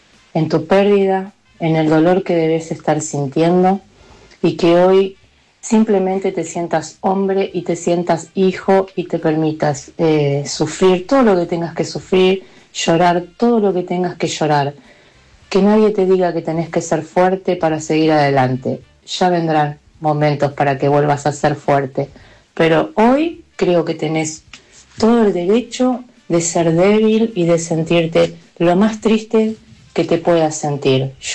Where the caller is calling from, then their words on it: San José, Entre Ríos, Argentina; de San José Entre Ríos.